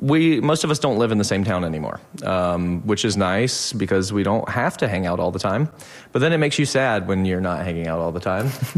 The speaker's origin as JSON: {"language": "English", "region": "Georgia", "country": "United States", "tie": "born or raised there", "said": "Yeah, I grew up in South Georgia."}